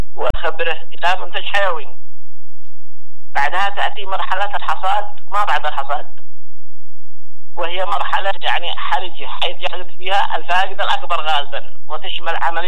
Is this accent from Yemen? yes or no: yes; Yemen; يعني المزارعين خصوصا عندنا في اليمن يكون تبادل بينهم في البذور